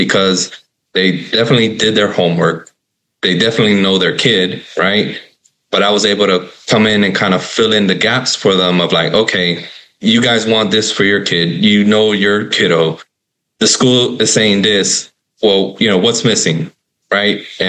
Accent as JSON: {"language": "English", "region": "Florida", "country": "United States", "tie": "born or raised there", "said": "because they're here from my home state of Florida"}